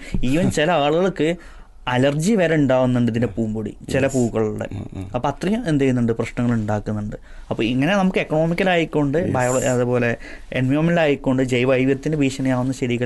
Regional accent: Mampad, Kerala, India; ഞാൻ ജനിച്ചത് മലപ്പുറം ജില്ലയിലെ നിലമ്പൂരടുത്ത് മമ്പാട് പന്തലിംഗ് എന്ന് പറഞ്ഞ സ്വദേശത്താണ്.

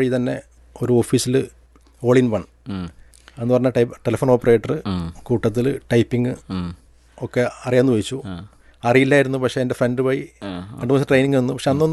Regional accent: Ozhukur, Kerala, India; moved away as an adult; also born or lived in Jeddah, Saudi Arabia; now in Saudi Arabia; എൻ്റെ സ്വദേശം മലപ്പുറം, കൊണ്ടോട്ടിക്കടുത്ത് ഒഴുകൂർ എന്ന ദേശമാണ്. ഏകദേശം 3 കിലോമീറ്റർ അകലെയാണ് കൊണ്ടോട്ടി നിന്ന്.

